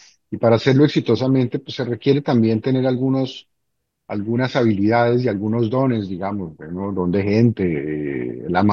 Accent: Panama

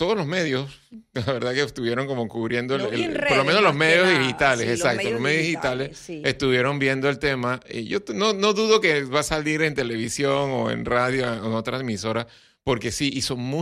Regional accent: Panama; nos volvimos locos como buenos panameños

